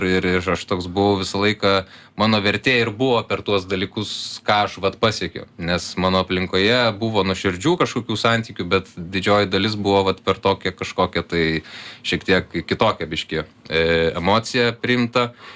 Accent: Kaunas, Kaunas County, Lithuania; nu užaugau Kaune

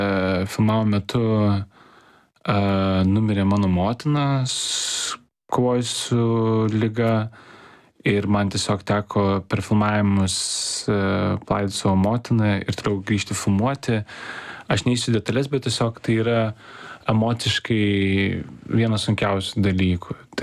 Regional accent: Vilnius, Vilnius County, Lithuania; Tai aš sakau, kai aš buvau mažas, aš kažkaip augau Pašilaičiuose, 20-ais buvo visai kitokie tie Pašilaičiai.

